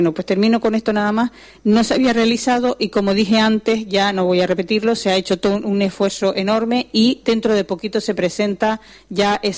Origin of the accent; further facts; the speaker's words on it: Ingenio, Canary Islands, Spain; Yo soy de Ingenio.